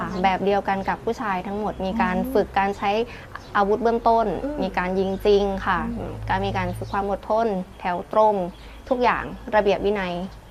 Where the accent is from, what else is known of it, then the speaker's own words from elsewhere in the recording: Ubon Ratchathani, Thailand; เป็นคนจังหวัดอุบลราชธานีค่ะ